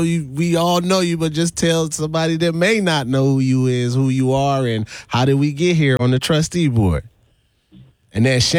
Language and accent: English; St. Thomas, U.S. Virgin Islands; moved away as an adult; now in Milwaukee, United States; I'm not born and raised in Milwaukee. I was born and raised in St. Thomas of Virgin Islands. I moved to Milwaukee in 1998.